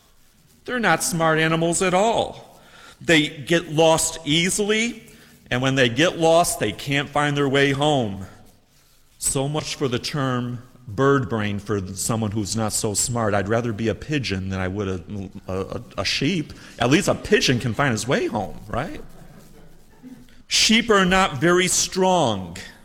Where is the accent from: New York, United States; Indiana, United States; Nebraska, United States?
New York, United States; Natural Bridge; Ottawa is only about a two-hour drive north of my hometown in northern New York called Natural Bridge.